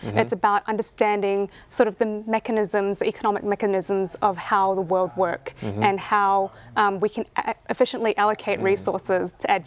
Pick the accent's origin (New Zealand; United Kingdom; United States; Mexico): New Zealand; also born or lived in Thailand; for me, I grew up in New Zealand mm-hmm. and Thailand.